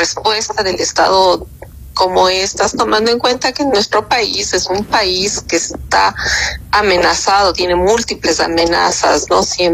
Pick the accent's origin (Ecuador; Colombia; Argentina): Ecuador; la vulnerabilidad que nosotros como sociedad ecuatoriana presentamos ante esta situación